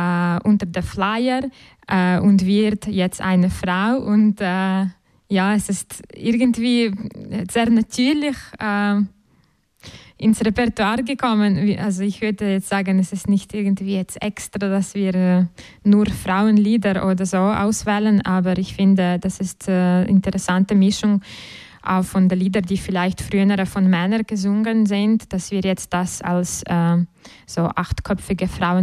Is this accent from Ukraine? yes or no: yes; Western Ukraine, Ukraine; moved away; in der Ukraine, woher ich komme, aus dem Westenteil